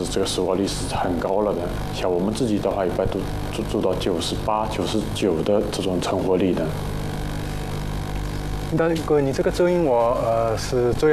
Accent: Yueqing, Zhejiang, China; moved away as an adult; now in Shanghai, China; 我呢是出生于浙江乐清叶稻山，在我们老家的山上就有铁皮石斛。2012年来到了咱们金山区亭林镇。

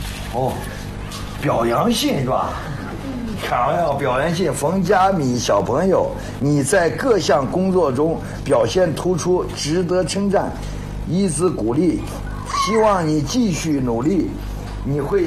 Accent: Xinjiang, China; 我讲好我家乡的故事，就是讲好我们123团故事，就讲好了七师的故事

